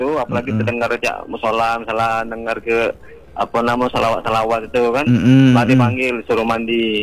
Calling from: Palembang, South Sumatra, Indonesia

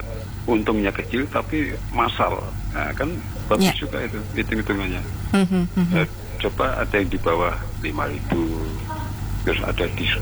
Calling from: Java, Indonesia; saya orang Jawa Tulen ya.

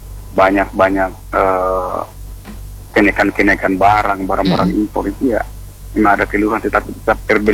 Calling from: Lembang, West Java, Indonesia

